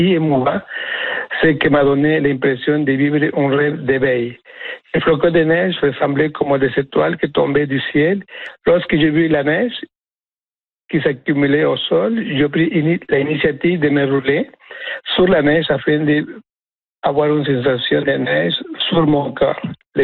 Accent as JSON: {"language": "French", "country": "Mexico", "second_language": "French", "moved": "yes", "lives_now": "Canada", "said": "Je suis originaire du Mexique et voici ma première expérience de mon premier hiver au Québec."}